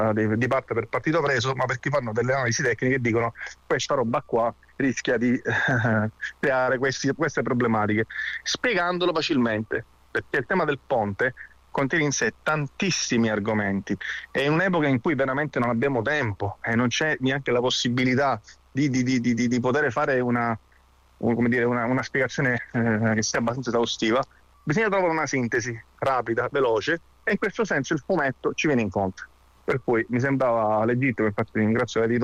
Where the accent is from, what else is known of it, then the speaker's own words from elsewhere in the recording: Messina, Sicily, Italy; io sono di Messina